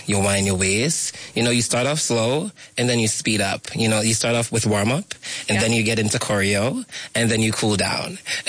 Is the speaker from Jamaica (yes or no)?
yes; Jamaica; Well, I am Jamaican. First of all, happy Pride, everyone. I grew up Jamaican.